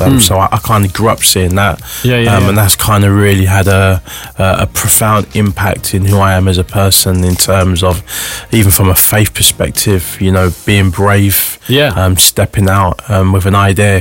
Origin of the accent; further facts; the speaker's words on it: London, United Kingdom; So I grew up in the east end of London. I was from a family of five. Went to church as a kid.